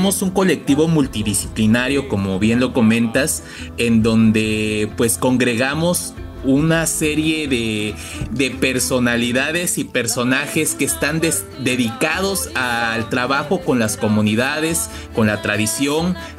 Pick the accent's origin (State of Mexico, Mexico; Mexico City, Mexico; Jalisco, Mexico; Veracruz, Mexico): Veracruz, Mexico; Somos todos veracruzanos